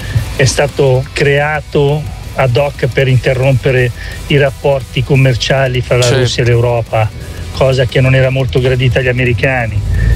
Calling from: Milan, Lombardy, Italy; Buongiorno … da Milano.

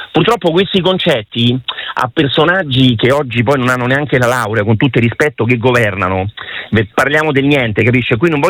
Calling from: Rome, Lazio, Italy; Buonasera

